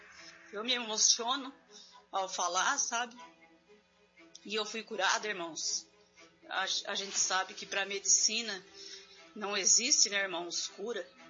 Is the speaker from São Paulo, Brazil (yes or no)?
no; Braço do Norte, Santa Catarina, Brazil; Sou daqui de Santa Catarina, Braço do Norte.